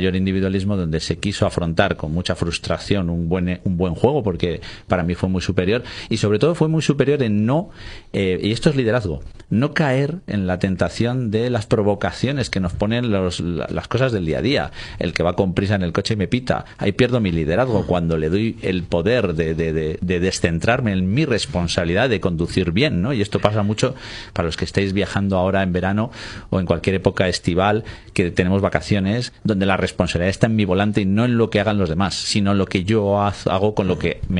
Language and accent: Spanish; Spain; yo quería que ganase España, evidentemente, como español